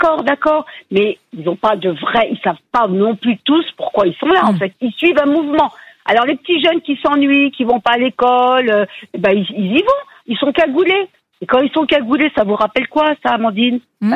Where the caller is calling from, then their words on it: Île-de-France, France; Volpénil, en Seine-et-Marne.